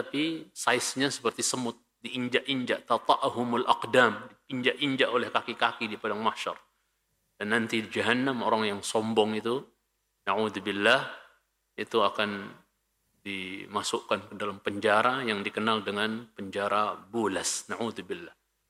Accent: West Nusa Tenggara, Indonesia; Ya, kalau saya orang Lombok Al-Lumbuki misalnya begitu.

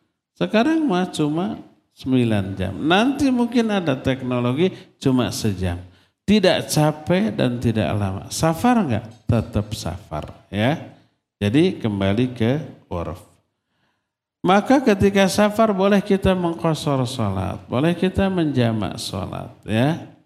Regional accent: Selacau, West Java, Indonesia; di desa saya itu ada Selacau

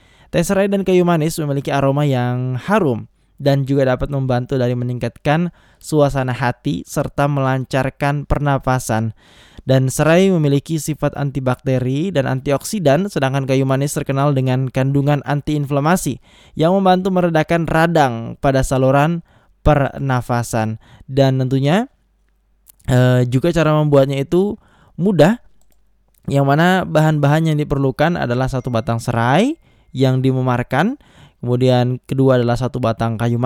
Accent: East Kolaka, Southeast Sulawesi, Indonesia; moved away; kalau di kampung saya di Kolaka Timur juga itu banyak orang-orang Sunda.

